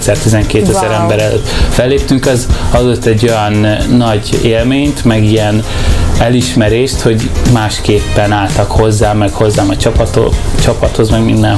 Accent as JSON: {"language": "Hungarian", "region": "Budapest", "country": "Hungary", "tie": "born or raised there", "said": "13 éves voltam, Kőbányán nőttem fel a Kongressz telepen, és akkor ott csinálták a srácok, és akkor egyből beleszerettem."}